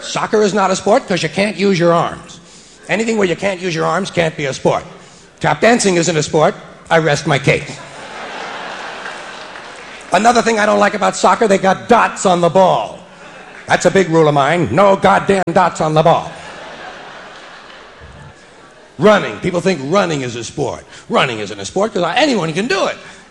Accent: United States; I'm an American.

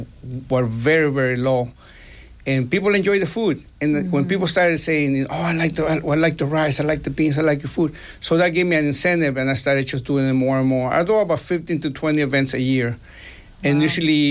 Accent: Chicago, Illinois, United States; I grew up in Chicago in the restaurant business.

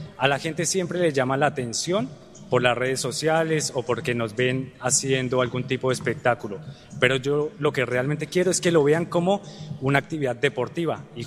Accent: Bogotá, Colombia; now in Rosario, Argentina; Yo soy de Bogotá, tengo 38 años, llevo en esta disciplina más de 15 años

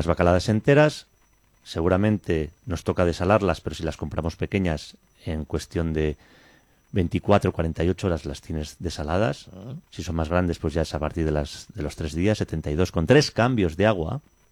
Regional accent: Quintana, Spain; moved away; mi pueblo, Quintana

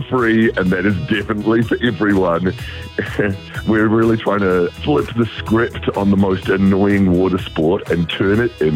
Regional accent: Wellington, New Zealand; accent: Kiwi; now in Gold Coast, Australia; You might hear it in the accent, but I was raised in Wellington. But I'm thrilled to call the Gold Coast home now.

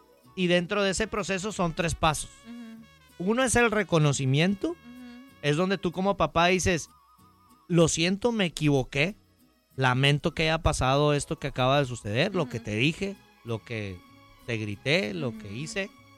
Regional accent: Mexico; porque como mexicanos tenemos una cultura muy hermosa, muy bella

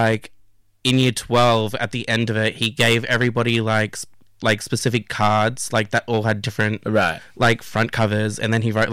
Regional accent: Sydney, New South Wales, Australia; So I was born in Sydney, down in East Lakes near Mascot.

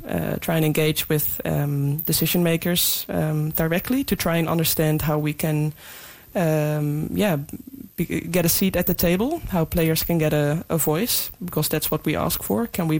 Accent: Netherlands; English is a second language; moved away as an adult; also born or lived in Glasgow, United Kingdom; growing up in the Netherlands playing football there, there wasn't too many, weather events other than it at times being a bit cold in winter

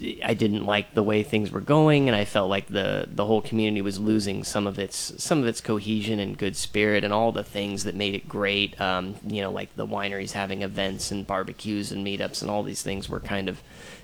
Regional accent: Santa Barbara, California, United States; born there; also born or lived in Solvang, California; I grew up in Solvang until I was about seven. Parents divorced, ended up in Santa Barbara with my mom

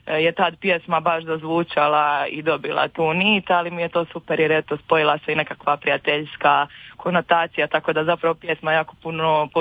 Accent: Dubrovnik, Dubrovnik-Neretva County, Croatia; Dubrovnik je ipak mjesto, odnosno moj rodni grad, jeli, iz kojeg sam proizašla sa svim tim idejama kao dijete

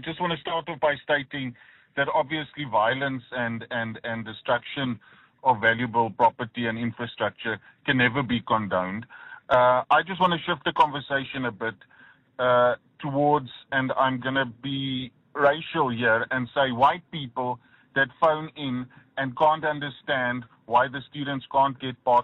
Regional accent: South Africa; born there; first language English

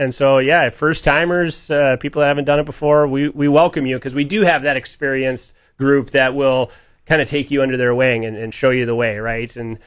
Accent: Duluth, Minnesota, United States; growing up in Duluth

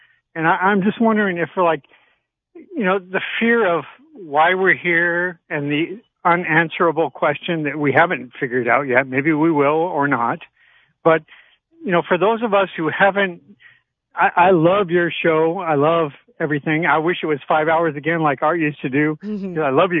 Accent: Sedona, Arizona, United States; And, well, I grew up in Sedona, Arizona.

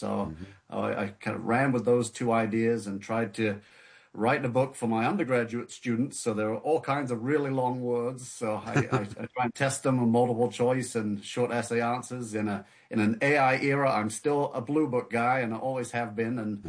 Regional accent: United Kingdom; born and raised in the United Kingdom, my dad is from Detroit. My mother is from the south of England.

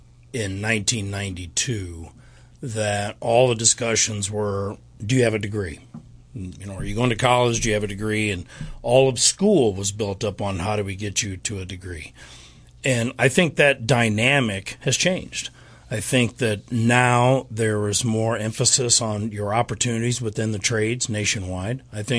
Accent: Springfield, United States; Born and raised in Springfield. Third generation and actually fourth generation here in Springfield.

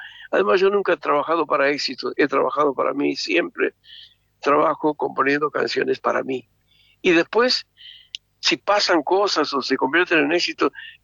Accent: Argentina

